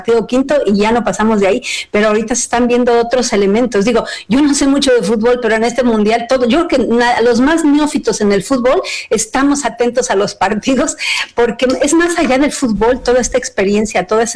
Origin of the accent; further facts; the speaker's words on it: Mexico; todos como mexicanos lo estamos viviendo